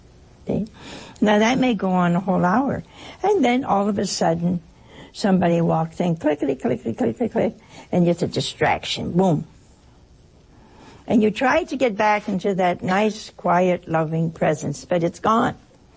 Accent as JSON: {"language": "English", "region": "Ohio", "country": "United States", "tie": "born or raised there", "said": "Oh, hey, that's my home state."}